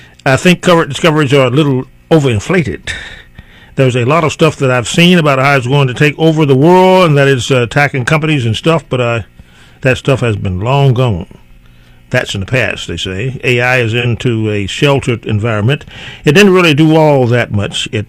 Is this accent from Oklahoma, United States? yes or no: no; North Carolina, United States; Yeah, North Carolina.